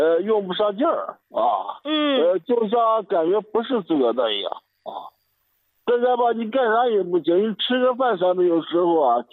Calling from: Xi'an, Shaanxi, China; 我是陕西西安灞桥地震的一个朋友啊。

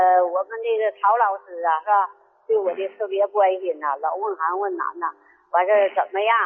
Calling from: Anshan, Liaoning, China; 我是鞍山的，我今年86岁

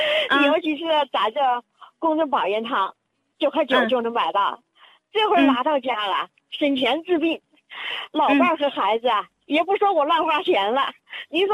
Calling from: Changzhou, Jiangsu, China; 我是常州的一个患者，

